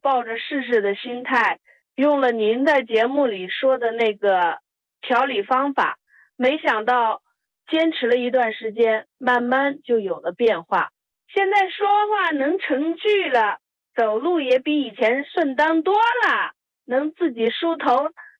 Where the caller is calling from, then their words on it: Jilin, China; 我是吉林的。